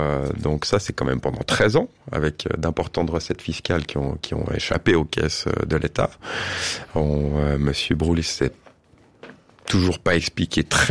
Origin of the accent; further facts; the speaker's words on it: Switzerland; J'y suis né, j'y ai grandi, j'ai toute ma famille, tous mes amis. J'y ai passé l'essentiel de ma vie